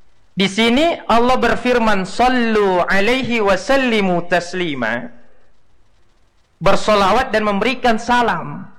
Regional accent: Parepare, South Sulawesi, Indonesia; Kami ini, saya orang Bugis dari Sulawesi Selatan di Parepare.

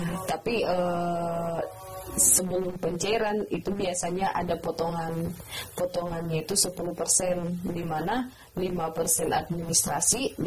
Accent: North Sumatra, Indonesia; born or raised there

